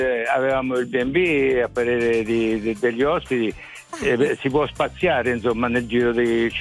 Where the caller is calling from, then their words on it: Montefranco, Umbria, Italy; Io Montefranco, Terni, le Cascate.